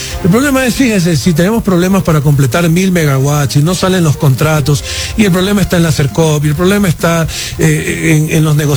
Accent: Ecuador; somos más ecuatorianos

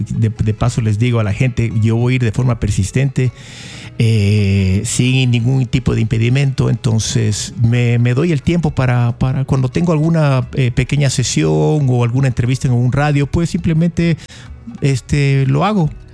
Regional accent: Salinas, Santa Elena, Ecuador; moved away as an adult; also born or lived in United States; now in Cuenca, Ecuador; Yo soy hijo de padres cuencanos. Bien cuencano más que el monte, pero yo crecí en la playa, en Salinas. Entonces, y me fui a los Estados Unidos del 90 hasta el 2000, prácticamente cerrando números. Estuve 10 años por allá. Entonces, por eso tengo este acento.

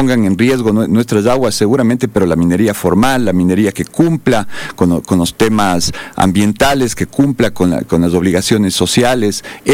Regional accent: Cuenca, Azuay, Ecuador; also born or lived in Quito; nací en Cuenca, aquí en la clínica Vega, en la calle Bolívar, viví toda. Luego he estado entre Quito y Cuenca, estuve viviendo en Cuenca seguido desde el 19 hasta el 23, y antes de eso he estado entre Quito y Cuenca

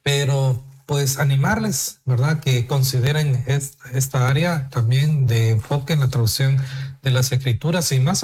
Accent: El Salvador; moved away; yo fui pastor por muchos años, ¿verdad? En El Salvador, en mi país, en la Iglesia Bautista Miramonte

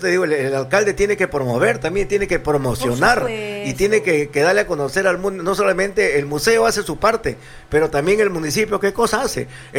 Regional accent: Túcume, Lambayeque, Peru; mi pueblo de Túcume.

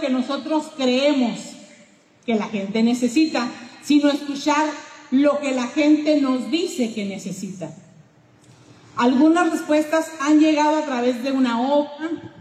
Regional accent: San Francisco de Conchos, Chihuahua, Mexico; mi tierra que tanto quiero

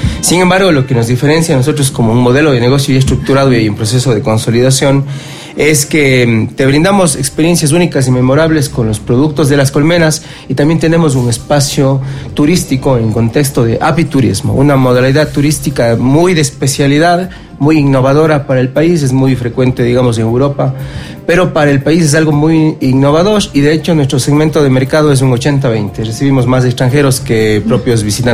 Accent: Cuenca, Azuay, Ecuador; born or raised there

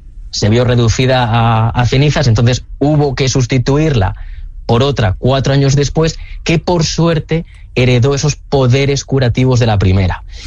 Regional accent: Alcañices, Castile and León, Spain; Por ejemplo, mi pueblo de Alcañices está a 100 kilómetros

